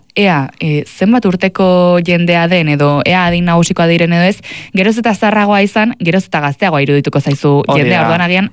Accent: Basque Country, Spain; Beste guztia Gipuzkoarra gara, bi kenduta.

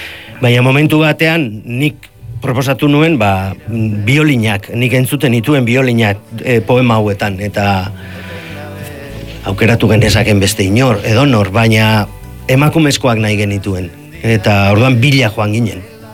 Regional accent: Basque Country, Spain; oso nire haurtzarora, ni euskaldun izateko nire modura eroaten nau

